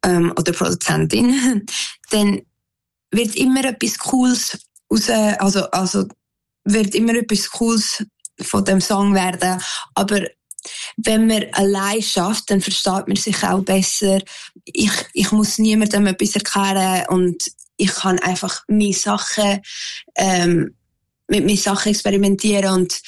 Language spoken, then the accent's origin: German; Switzerland; ich bin halt Schweizerin, aber auch halb Kubanerin.